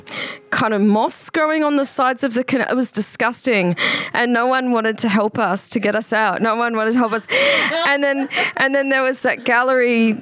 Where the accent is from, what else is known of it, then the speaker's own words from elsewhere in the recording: Queensland, Australia; So Australian, what is that? It's a weird thing being Australian. So I had to go deeper into it.